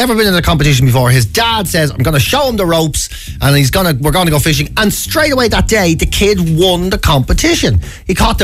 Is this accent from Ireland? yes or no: yes; Dublin, Leinster, Ireland; we're from Dublin